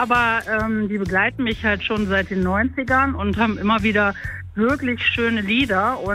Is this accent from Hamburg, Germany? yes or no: yes; Hamburg, Germany; Ich komme aus Hamburg, da muss ich HSV die Däumchen drücken.